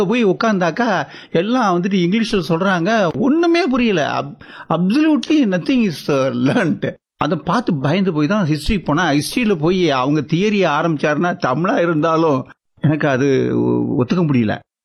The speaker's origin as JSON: {"language": "Tamil", "town": "Pirandipatti", "region": "Tamil Nadu", "country": "India", "tie": "born or raised there", "said": "என்னுடைய சொந்த ஊர் பிரண்டிப்பட்டி, அதாவது மேலூர் தாலுகாவில் கொடுக்கம்பட்டி கிராமத்தில் உள்கடை கிராமம் எங்கள் ஊர். ஒரு ரிமோட் வில்லேஜ்"}